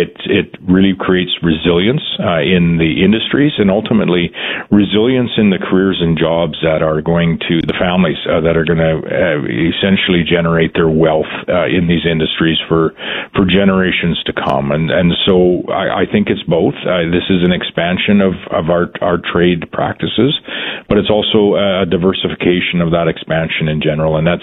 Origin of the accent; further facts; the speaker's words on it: Saskatchewan, Canada; the U.S. is our largest trading partner as Canadian and as a province of Saskatchewan.